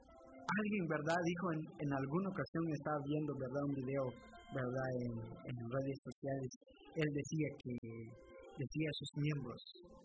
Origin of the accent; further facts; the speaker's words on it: Guatemala; now in United States; en mi país, en Guatemala